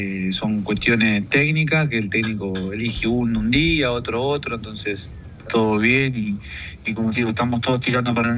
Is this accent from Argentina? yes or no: yes; Argentina; no solo como argentino, imagino todo el mundo debe estar medio en shock, nosotros como argentinos obviamente